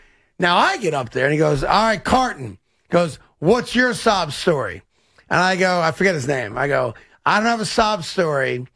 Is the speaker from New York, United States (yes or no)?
yes; Bronx, New York, United States; That's not exactly where I grew up in the Bronx. I was in a tougher neighborhood referred to as Riverdale.